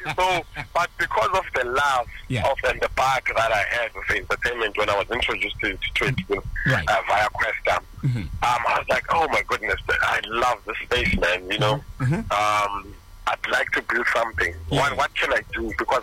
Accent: Katlehong, Gauteng, South Africa; I'm from Katewong as well.

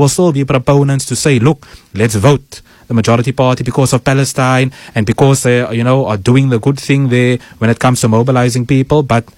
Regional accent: Cape Town, Western Cape, South Africa; I'm from Vanguard Estate. I was at Ryland Side.

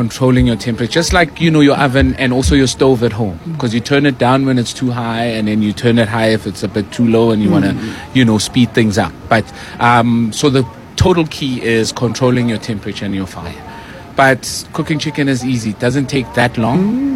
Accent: Johannesburg, Gauteng, South Africa; I come from Alex.

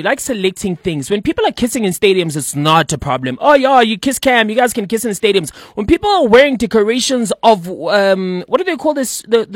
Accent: South Africa; We are not Americans. We are South African.

